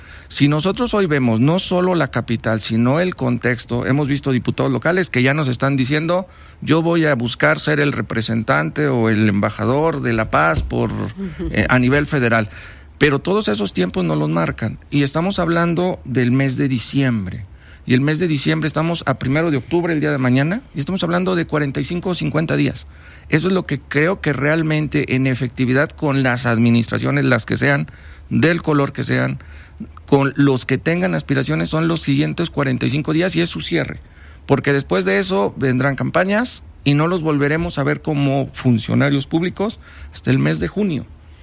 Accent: San Luis Potosí, Mexico; yo creo que todos somos potosinos

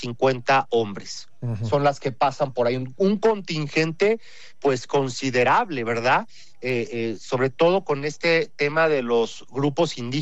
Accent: Mexico

